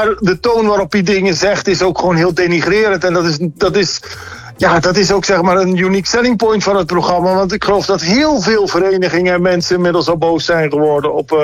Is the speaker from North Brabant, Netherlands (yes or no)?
yes; Tilburg, North Brabant, Netherlands; Ik kom uit Tilburg en wij keken ook wel een beetje neer op mensen uit Eindhoven.